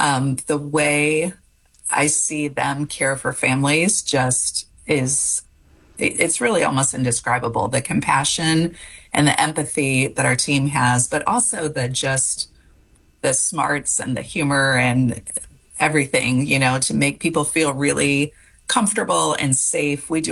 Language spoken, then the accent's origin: English; Cincinnati, Ohio, United States; I grew up in Cincinnati. I'm born and raised here and went to Miami for undergrad and Ohio State for grad school.